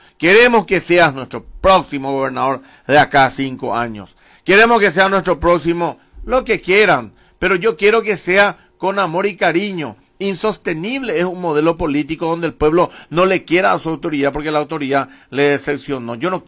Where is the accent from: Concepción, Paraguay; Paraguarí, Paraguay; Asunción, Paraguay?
Paraguarí, Paraguay; Carapeguá